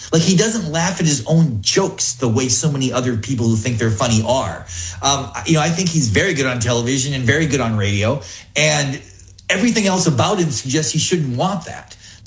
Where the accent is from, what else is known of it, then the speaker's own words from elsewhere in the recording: North Dakota, United States; I grew up in North Dakota